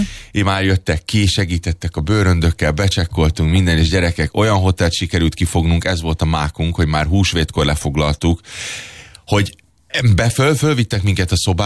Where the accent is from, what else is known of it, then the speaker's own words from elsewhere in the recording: Budapest, Hungary; itt lenni egyáltalán magyarként, meg úgy kis egyszerű kis budapesti kis cigányként